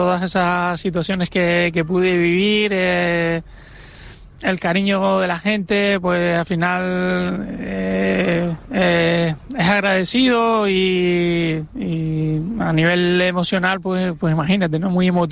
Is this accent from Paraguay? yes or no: no; Canary Islands, Spain